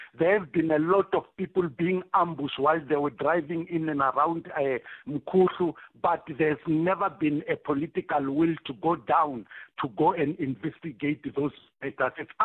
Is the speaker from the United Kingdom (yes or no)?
no; Bushbuckridge, Mpumalanga, South Africa; I'm coming from Bushbuck Ridge myself, originally, Kathy.